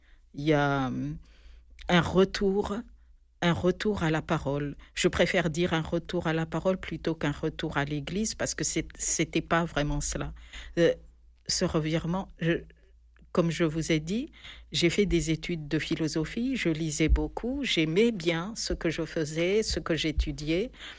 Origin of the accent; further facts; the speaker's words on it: Madagascar; moved away as an adult; also born or lived in Aix-en-Provence; now in Grignan, France; je suis malgache, je viens de Madagascar. Et je suis venue, donc après mon bac, j'ai passé mon bac à Madagascar, à Antananarivo. Et je suis arrivée, en fait, ici à Aix-en-Provence, et pour faire des études de philosophie.